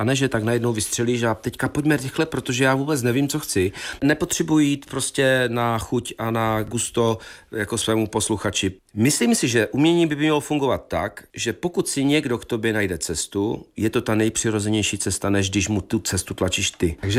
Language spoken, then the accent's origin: Czech; Čeladná, Moravian-Silesian Region, Czechia; já jsem totiž z Čeladné jakoby původem